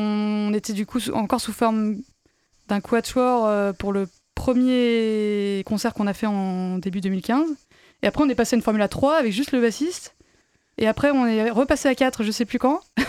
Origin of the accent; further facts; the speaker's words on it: Saint-Nazaire, Pays de la Loire, France; also born or lived in Montpellier / Nantes; Alors moi, je suis originaire de Saint-Nazaire.